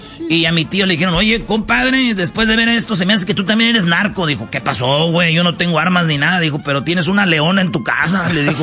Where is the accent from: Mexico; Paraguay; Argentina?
Mexico; Como somos los mexicanos, acuérdense del caballo de Troya, güey.